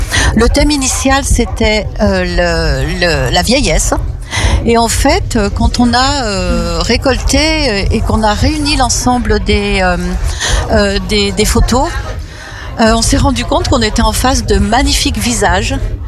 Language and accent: French; Cuba; moved away as an adult; now in France; Je viens de Cuba, une petite île dans les Caraïbes, la plus grande des Antilles. Je suis antillaise, je suis cubaine, je suis caribienne, je suis française aussi parce que j'ai la double nationalité.